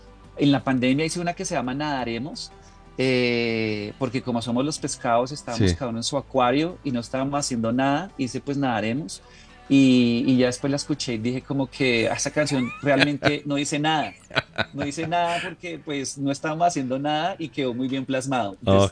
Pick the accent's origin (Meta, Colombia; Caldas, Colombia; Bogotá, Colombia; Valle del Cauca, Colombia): Bogotá, Colombia; Porque acá, como bogotanos, pues imagínate, ya hemos grabado como 15 videos en La Candelaria, otros 10 videos en el Neusa